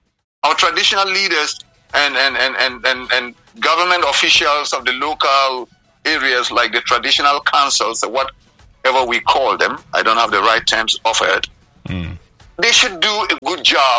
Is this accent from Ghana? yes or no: yes; Ghana; moved away; I was born and bred in Ghana.